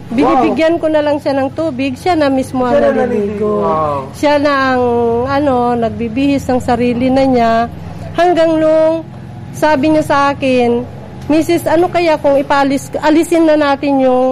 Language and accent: Tagalog; Gubat, Bicol Region, Philippines; Payawin, Gubat.